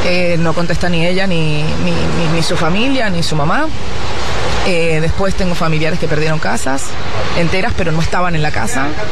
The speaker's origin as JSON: {"language": "Spanish", "country": "Venezuela", "moved": "yes", "said": "en Argentina somos muchos los venezolanos"}